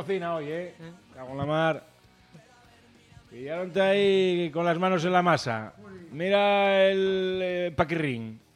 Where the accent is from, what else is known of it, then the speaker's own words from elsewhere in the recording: Asturias, Spain; Que somos asturianos, maldita sea.